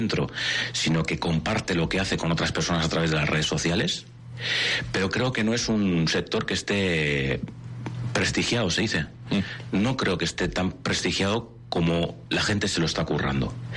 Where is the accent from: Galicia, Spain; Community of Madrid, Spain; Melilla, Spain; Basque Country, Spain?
Basque Country, Spain; Biscay; now in Seville, Spain; soy vizcaíno, vivo en Sevilla